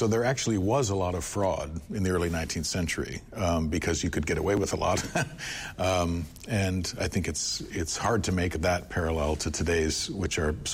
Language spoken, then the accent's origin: English; Fargo, North Dakota, United States; moved away as an adult; now in Upper Peninsula of Michigan, United States; I grew up in North Dakota.